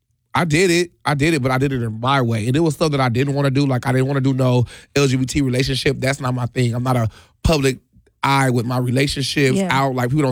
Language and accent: English; Milwaukee, Wisconsin, United States; So, you know, I'm from Milwaukee. I'm a little more street.